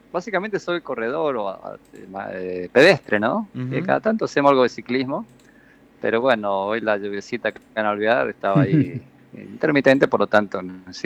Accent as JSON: {"language": "Spanish", "town": "Alvear", "country": "Argentina", "said": "Nosotros somos de Alvear."}